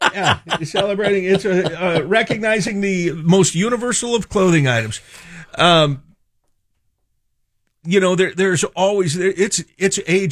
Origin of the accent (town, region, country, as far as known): California, United States